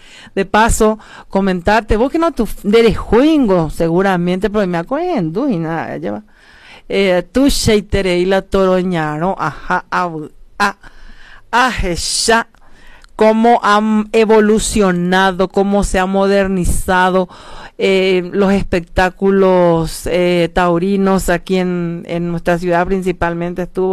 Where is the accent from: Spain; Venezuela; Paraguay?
Paraguay; Carapeguá, Paraguarí; Soy paraguayo, soy carapegüeña en este caso